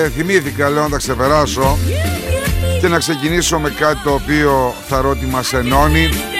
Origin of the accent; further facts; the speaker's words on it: Greece; στην πατρίδα μου, στη χώρα μου.